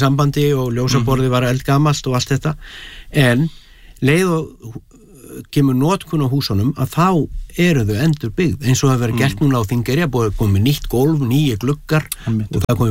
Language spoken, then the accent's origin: Icelandic; Bíldudalur, Westfjords, Iceland; ég ólst upp á Bíldudal og það voru bíósýningar tvisar í viku sko.